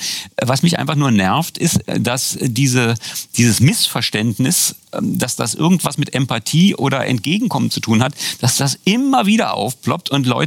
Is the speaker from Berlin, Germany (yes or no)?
yes; Berlin, Germany; Auch wir Berliner werden uns Mühe geben, das nicht nur in Mundart zu machen.